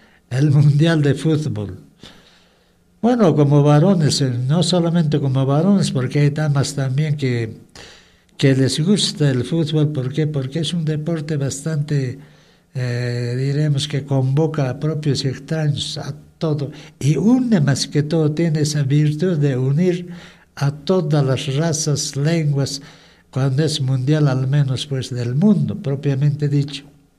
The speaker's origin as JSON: {"language": "Spanish", "country": "Peru", "said": "Así es mi tierra, Comayo, también rodeado por muchos cerros."}